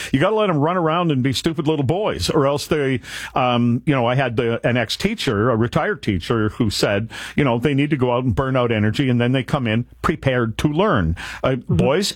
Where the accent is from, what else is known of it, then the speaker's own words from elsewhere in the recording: Canada; Well, maybe, but I'm a Canadian.